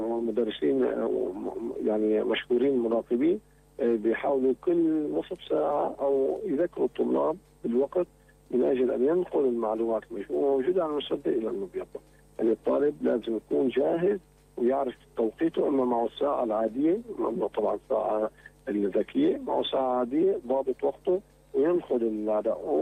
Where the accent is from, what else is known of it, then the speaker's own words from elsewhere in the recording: Syria; بلدنا سوريا